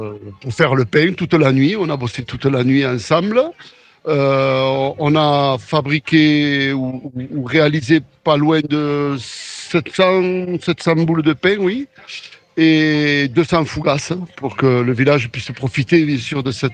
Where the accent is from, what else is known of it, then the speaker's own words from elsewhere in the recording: Palau-de-Cerdagne, Occitanie, France; c'est chez nous à Palo.